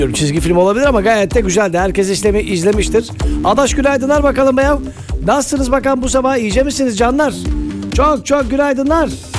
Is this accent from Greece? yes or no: yes; Greece; Kral Efendi'den, memleketimiz Yunanistan'dan.